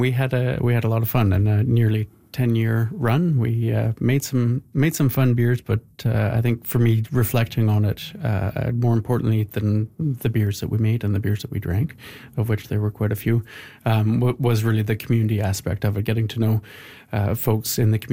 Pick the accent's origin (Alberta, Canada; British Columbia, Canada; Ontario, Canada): British Columbia, Canada; Vancouver; now in Halifax, Canada; So, I'm from Vancouver originally.